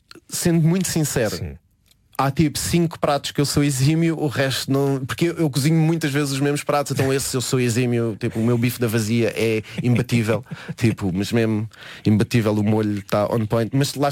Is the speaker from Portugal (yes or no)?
yes; Lisbon, Portugal; é de onde eu venho. Parte daquilo que eu sou deve-se vir dali. E de mudar com as pessoas dali, de viver ali, de viver o estilo de vida que se vive ali, que é um estilo de vida muito diferente do que se tu fores, por exemplo, hoje em dia para o centro de Lisboa.